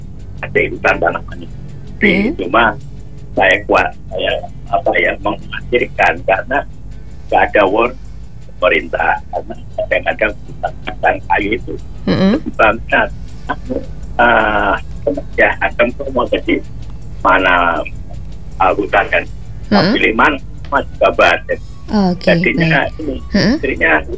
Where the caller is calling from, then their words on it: Maluku, Indonesia; Beta dari Maluku.